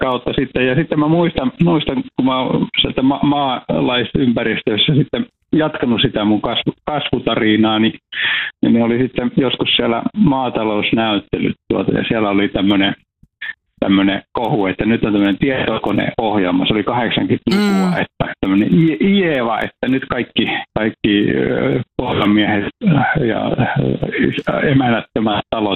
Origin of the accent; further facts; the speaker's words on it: Iisalmi, North Savo, Finland; mä oon syntynyt siellä Iisalmen Peltosalmella ja mä oon ihan vauvana asunut samassa talossa